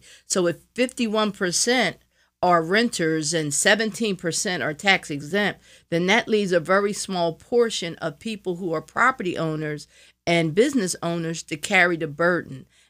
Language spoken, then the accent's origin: English; Philadelphia, Pennsylvania, United States; I grew up in West Philadelphia, 52nd and Wyalusing, and 60th and Catherine.